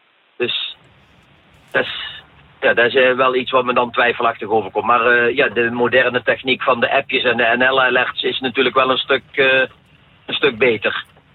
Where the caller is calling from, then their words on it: Eindhoven, North Brabant, Netherlands; ik rij op dit moment in Westkapelle en daar kom ik nogal veel, maar ik kom uit Eindhoven.